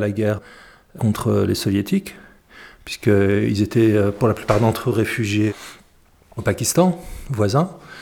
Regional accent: Algeria; now in France; J'ai à l'époque juste la nationalité algérienne

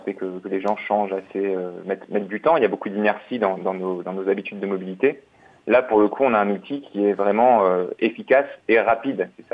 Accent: Lille, Hauts-de-France, France; moved away as an adult; je suis lillois, j'ai grandi à Lille. Et donc je suis de retour à Lille depuis maintenant presque 4 ans.

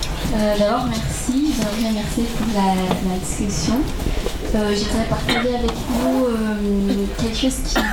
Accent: Brazil; first language Portuguese; French is a second language; je suis brésilienne.

